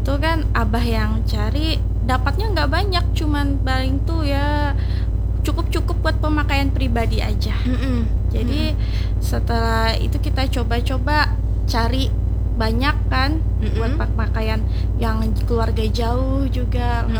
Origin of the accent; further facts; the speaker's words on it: South Kalimantan, Indonesia; Iya, saya aslinya Kalimantan Selatan.